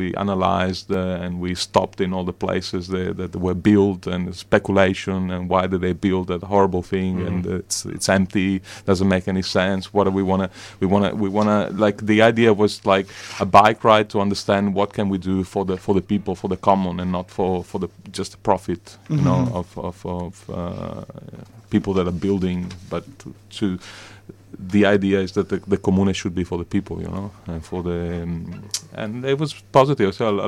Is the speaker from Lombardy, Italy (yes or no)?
no; Castelfranco Veneto, Veneto, Italy; Sono di Castelfranco Veneto, in provincia di Treviso